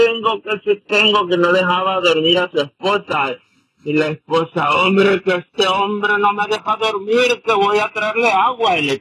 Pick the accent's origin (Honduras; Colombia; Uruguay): Honduras; mira, en mi país de origen, pues yo creo que por los logros que hizo en Italia le daría ese honor al gran David Suazo